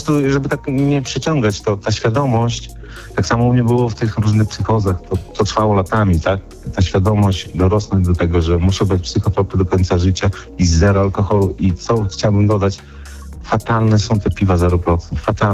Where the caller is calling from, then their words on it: Białystok, Podlaskie Voivodeship, Poland; bo ja z Białegostoku